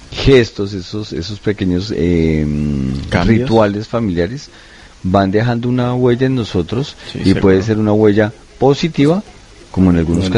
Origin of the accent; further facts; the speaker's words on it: Colombia; a trancas y mochas, como decimos en Colombia